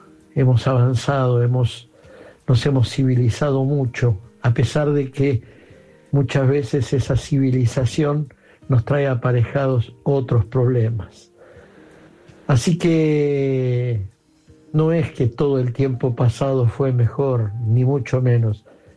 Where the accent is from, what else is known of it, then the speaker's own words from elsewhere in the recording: Glew, Buenos Aires Province, Argentina; En mi pueblo natal, sí, Gleu. A 35, a solo 35 kilómetros de la ciudad de Buenos Aires